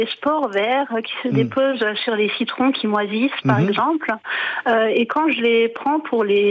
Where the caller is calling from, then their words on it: Cernay, Grand Est, France; J'appelle de Cernay, dans le Haut-Rhin.